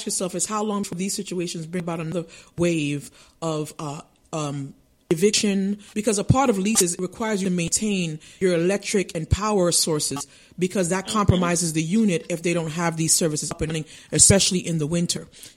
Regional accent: New York City, New York, United States; moved away; There's a church in Brooklyn, not too far from where I grew up in Parkside Avenue

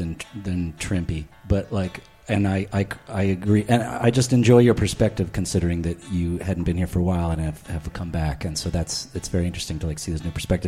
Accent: Brooklyn, New York, United States; I'm sorry, I'm from Brooklyn. It's what happens.

